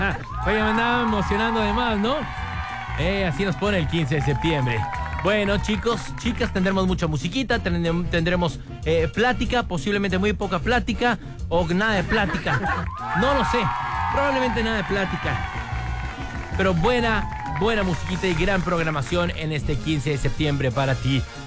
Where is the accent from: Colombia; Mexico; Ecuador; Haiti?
Mexico; esa garra que tenemos como mexicano, esa no está, no se cuestiona